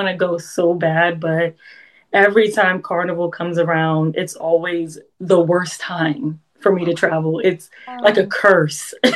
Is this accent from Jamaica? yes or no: yes; Jamaica; also born or lived in United States; That I'm Jamaican and American.